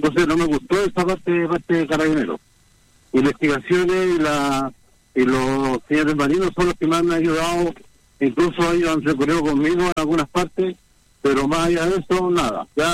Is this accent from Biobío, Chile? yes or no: no; Calama, Antofagasta, Chile; yo soy de Calama